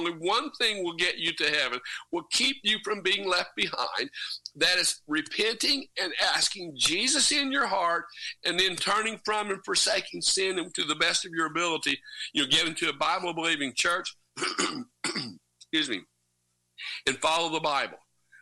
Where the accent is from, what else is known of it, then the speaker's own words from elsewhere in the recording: Oklahoma, United States; I'm from Oklahoma.